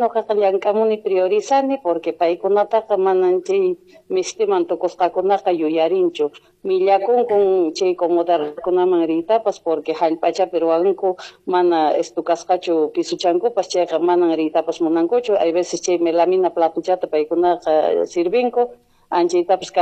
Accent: Colquemarca district, Chumbivilcas, Cusco, Peru; born there; Armirimanta, comunidad Charamuray, anexo Armiri, distrito de Colquemarca … así es que lo llevo con mucho orgullo, mi tierra, y siempre haré quedar en alto a nuestro Chumbivilcas

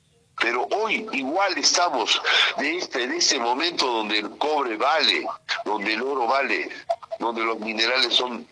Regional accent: Peru; nosotros somos los peruanos, nosotros somos los dueños.

